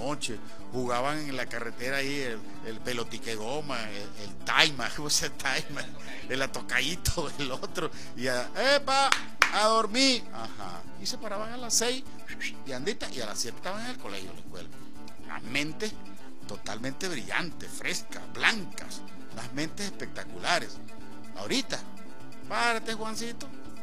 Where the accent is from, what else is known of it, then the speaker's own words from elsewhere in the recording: Aragua de Maturín, Monagas, Venezuela; moved away; Yo conocí en mi pueblo, en el liceo Félix Armando Núñez, pero Félix Antonio Calderón, en Aragua de Maturín